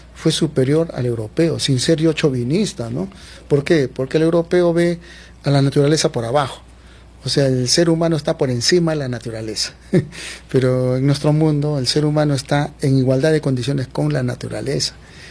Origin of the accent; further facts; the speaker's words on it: Chosica, Lima, Peru; yo no nací en el sur, ¿no? Yo soy de acá del centro, yo nací en Chosica y vivo en Chosica, pero he tenido la oportunidad siempre, en toda mi vida, de estar siempre